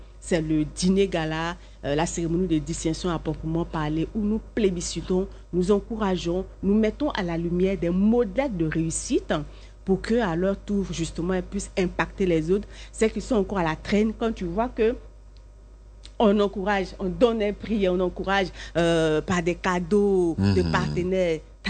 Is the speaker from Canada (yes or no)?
no; Côte d’Ivoire; moi, je suis de la Côte d'Ivoire